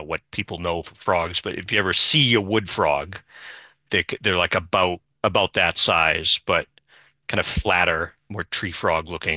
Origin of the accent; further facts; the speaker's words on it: Brockton, Massachusetts, United States; I know Easton. I'm from Brockton.